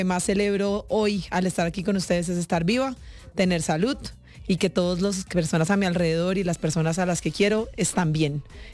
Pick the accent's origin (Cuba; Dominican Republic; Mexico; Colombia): Colombia; como colombianos, como ciudadanos